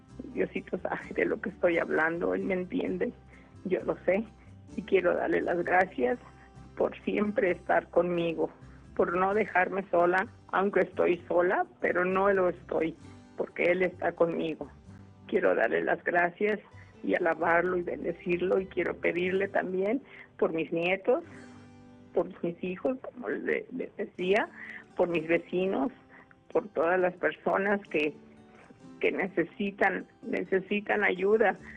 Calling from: Guadalajara, Jalisco, Mexico; De aquí, de Guadalajara.

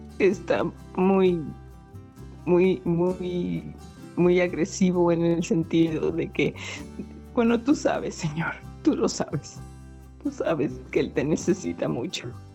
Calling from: Guadalajara, Jalisco, Mexico; De aquí, de Guadalajara

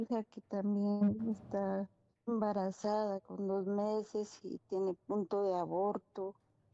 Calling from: Antigua Guatemala, Sacatepéquez, Guatemala; De aquí, de Antigua Guatemala.

